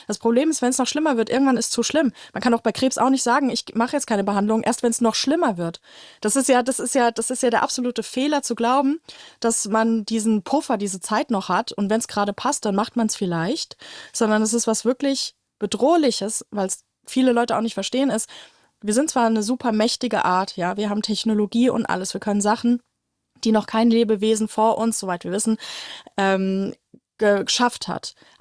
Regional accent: Frankfurt, Hesse, Germany; So als Kind in Frankfurt

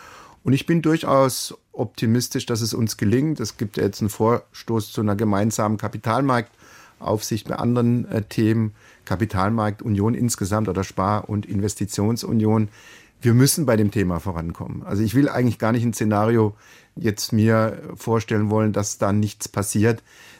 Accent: Karlsruhe, Baden-Württemberg, Germany; man hört es mir auch an, als Karlsruher nahe der französischen Grenze groß geworden

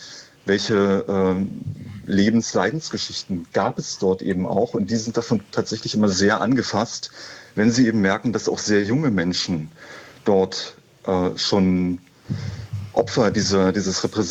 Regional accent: Potsdam, Brandenburg, Germany; Ja, ich bin 1983 in Potsdam geboren und lebte also auch lange Zeit ganz nah entlang des der Mauer zu Berlin

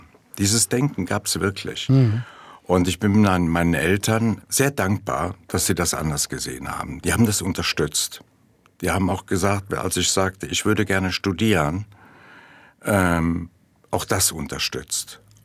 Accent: Mayen, Rhineland-Palatinate, Germany; born or raised there

